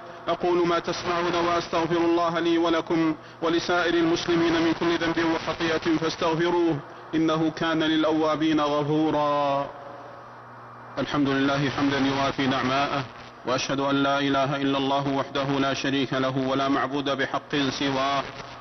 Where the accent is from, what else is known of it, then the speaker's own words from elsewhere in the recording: Saudi Arabia; واحفظ بلادنا المملكة العربية السعودية